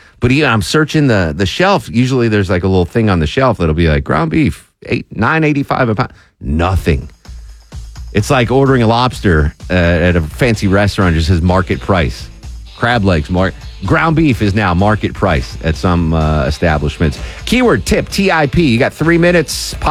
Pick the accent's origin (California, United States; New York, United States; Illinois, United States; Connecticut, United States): Connecticut, United States; He's from rural Ohio. I'm from rural Connecticut.